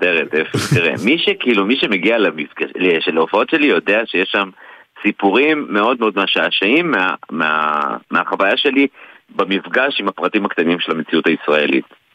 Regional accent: Northern District, Israel; אני צפוני

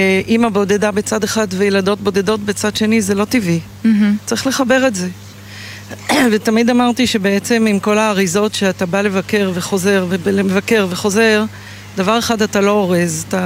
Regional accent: Jerusalem, Jerusalem District, Israel; moved away as an adult; now in Atlanta, United States; נכון, נולדתי פה, גדלתי פה, בירושלים.

